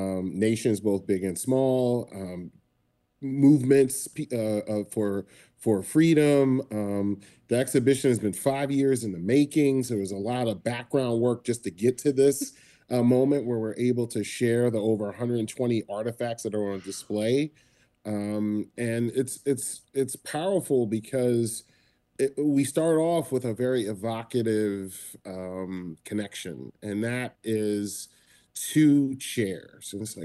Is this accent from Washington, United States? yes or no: no; Philadelphia, Pennsylvania, United States; me growing up in West Philly